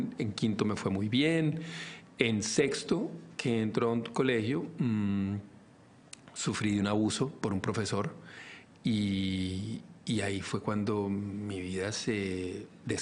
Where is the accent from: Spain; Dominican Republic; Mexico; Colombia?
Colombia; born there; Yo nací en Colombia, mi mamá se muda para Estados Unidos y nos quedamos nosotros en Colombia. En ese momento ya ahí dejé de creer en Dios.